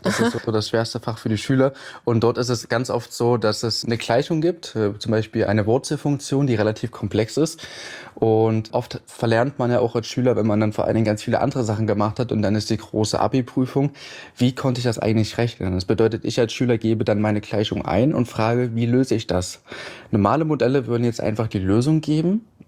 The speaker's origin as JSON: {"language": "German", "town": "Halle", "region": "Saxony-Anhalt", "country": "Germany", "tie": "born or raised there", "also_born_or_lived": "near Wiesbaden", "moved": "yes", "said": "Ich bin 21 Jahre jung, hatte vorgestern Geburtstag und komme aus der Nähe von Wiesbaden, aufgewachsen in Halle an der Saale"}